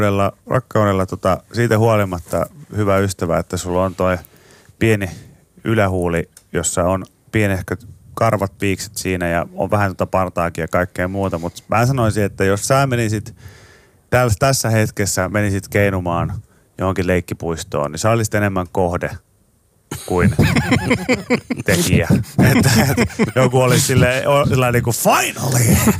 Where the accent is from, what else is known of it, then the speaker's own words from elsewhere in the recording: Pori, Satakunta, Finland; silloin kun minä olin pieni, niin Porissa oli esimerkiksi Pelle Hermannin puisto.